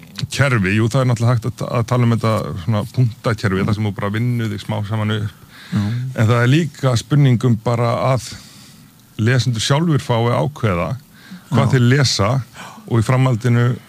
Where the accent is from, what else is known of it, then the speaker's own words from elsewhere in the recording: United Kingdom; also born or lived in Norway; þá hérna ólst ég upp í Bretland og Noregi sem að hérna sem nú kannski ekki mjög langt í burtu